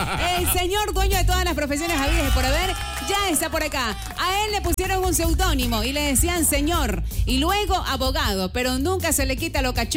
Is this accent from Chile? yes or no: no; Ecuador